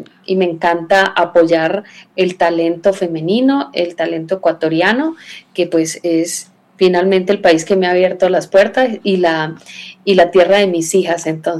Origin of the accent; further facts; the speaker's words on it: Venezuela; moved away as an adult; also born or lived in Russia; now in Quito, Ecuador; en Rusia. Vivía ya 6 años y luego llegué al Ecuador. Yo soy venezolana, tengo en el Ecuador 17 años ya.